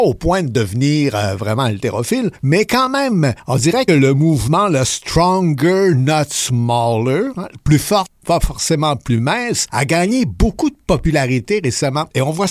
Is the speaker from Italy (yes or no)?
no; Atlantic Canada, Canada; chez nous en Atlantique